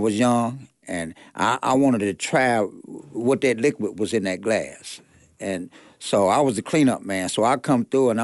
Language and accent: English; Charleston, West Virginia, United States; I grew up on Charleston's west side, actually on 2nd Avenue, 3rd Avenue in the alley.